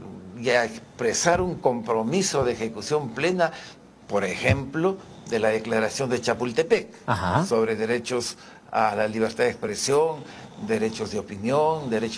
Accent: Peru

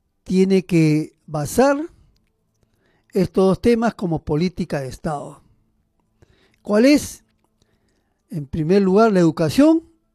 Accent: Peru; Acá nacemos, acá nos quedamos y acá vamos a morir, como peruanos que somos.

